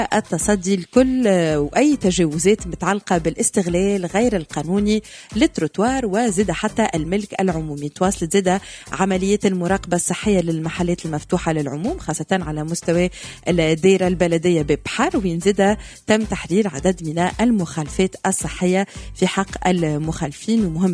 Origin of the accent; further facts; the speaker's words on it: Tunisia; نحكيو على بلدي تونس